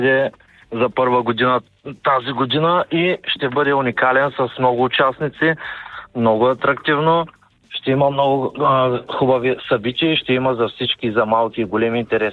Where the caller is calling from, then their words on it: Varna, Varna Province, Bulgaria; съм от Варна.